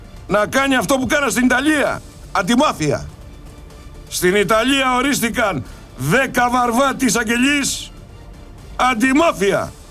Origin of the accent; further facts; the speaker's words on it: Greece; Είμαστε Έλληνες εμείς